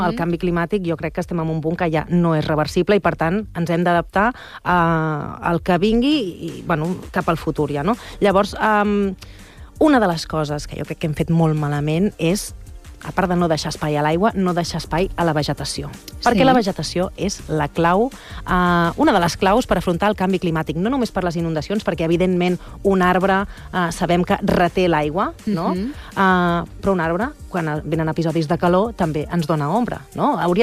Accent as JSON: {"language": "Catalan", "town": "Sant Andreu", "region": "Catalonia", "country": "Spain", "said": "jo sóc de Sant Andreu, i va caure un xàfec que jo no havia vist en la vida, però és que jo no havia vist el meu poble inundat d'aquesta manera."}